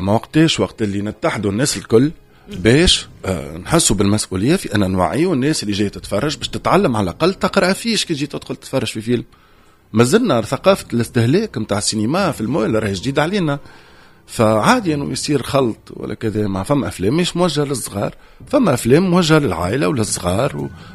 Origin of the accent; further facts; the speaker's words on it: Tunisia; moved away; احنا كشعب تونسي وكجمهور تونسي